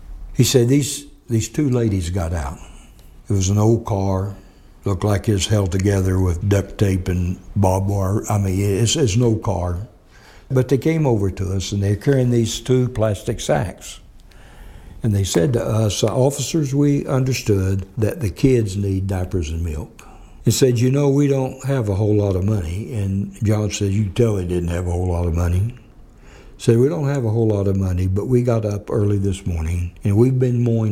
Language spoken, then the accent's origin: English; Arkansas, United States